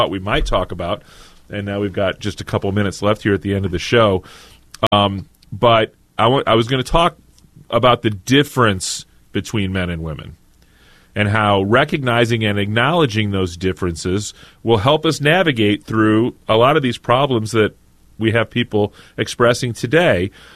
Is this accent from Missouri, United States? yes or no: yes; Joplin, Missouri, United States; And KFSS in my hometown of Joplin, Missouri.